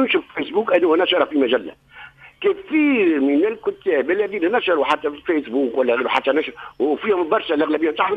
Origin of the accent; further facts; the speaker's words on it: Tunisia; وأنا أول تونسي